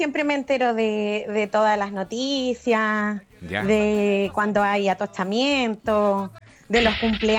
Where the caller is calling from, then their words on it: Viña del Mar, Valparaíso, Chile; De Gómez Carreño.